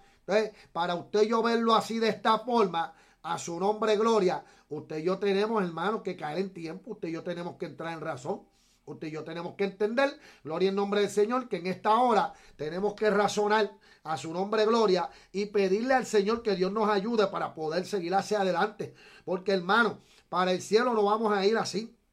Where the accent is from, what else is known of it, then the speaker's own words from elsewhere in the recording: Puerto Rico; Si vemos en Puerto Rico, yo soy puertorriqueño